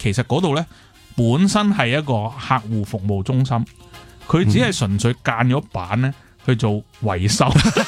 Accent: Hong Kong; 我哋香港人

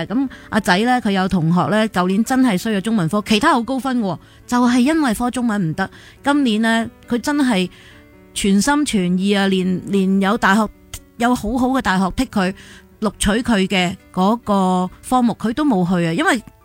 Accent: Hong Kong; 令到尤其是我哋喺香港长大嘅朋友咧，系好有共鸣咯。

